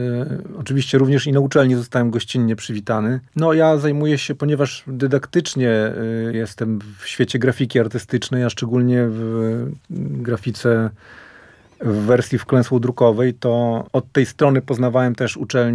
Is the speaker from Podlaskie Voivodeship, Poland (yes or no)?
yes; Tykocin, Podlaskie Voivodeship, Poland; ja pochodzę z Podlasia